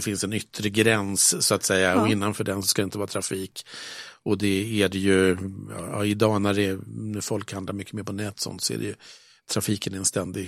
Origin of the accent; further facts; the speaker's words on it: Tyresö, Stockholm County, Sweden; Nej, jag är uppvuxen i radhusen på Renlandsgången.